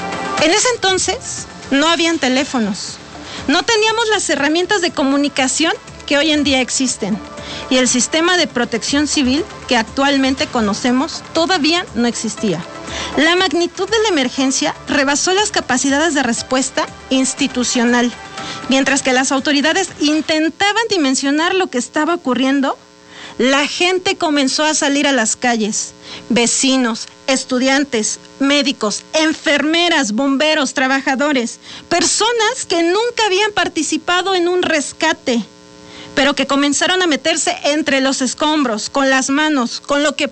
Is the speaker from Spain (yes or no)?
no; Mexico; cada uno de los que somos mexicanos.